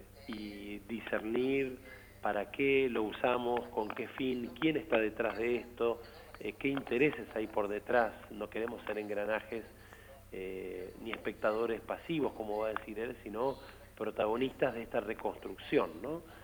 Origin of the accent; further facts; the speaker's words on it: Argentina; necesitamos como argentinos